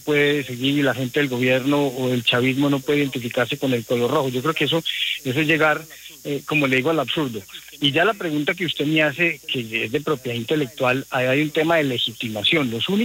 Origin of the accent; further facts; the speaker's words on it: Colombia; O sea, yo como colombiano